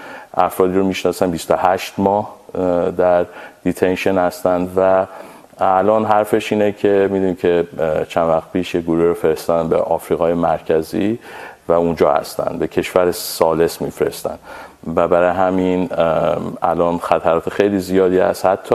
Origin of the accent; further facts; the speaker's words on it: Iran; moved away; من به عنوان یک ایرانی با پاسپورت ایرانی وقتی وارد آمریکا به عنوان پناهنده میشم